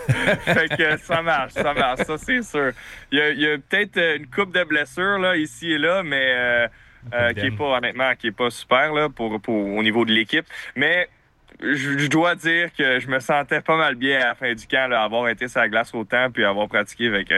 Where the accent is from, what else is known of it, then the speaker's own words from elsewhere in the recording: Quebec, Canada; mais je suis fier québécois, fier canadien.